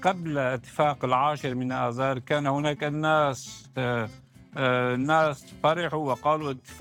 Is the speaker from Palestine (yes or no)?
no; Syria; نحن ككل سوريين